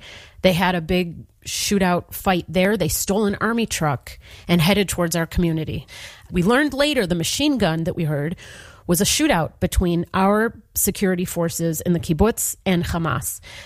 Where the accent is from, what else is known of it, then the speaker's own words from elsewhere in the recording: Chicago, Illinois, United States; also born or lived in Ashkelon / Gaza border kibbutz; now in Israel; Growing up in Chicago, we had snow days.